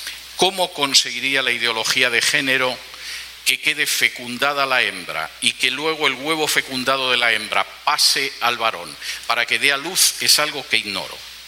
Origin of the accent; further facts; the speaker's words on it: Spain; moved away; en mi país, hace cosa de poco más de un año, en algunas regiones de España